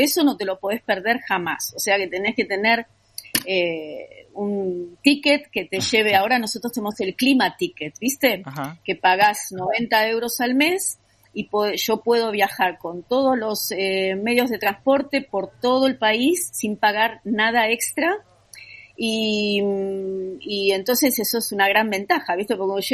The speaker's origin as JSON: {"language": "Spanish", "country": "Argentina", "moved": "as an adult", "lives_now": "Vienna, Austria", "said": "como argentinos, acá te va bien, ¿viste? Como latino en general."}